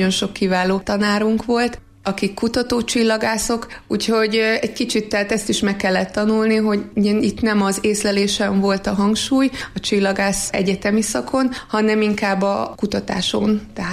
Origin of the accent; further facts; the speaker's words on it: Mátraverebély, Nógrád, Hungary; moved away as an adult; also born or lived in Bátonyterenye; Én Mátra Verebéből származom, ez egy kis falu Nógrád megyében.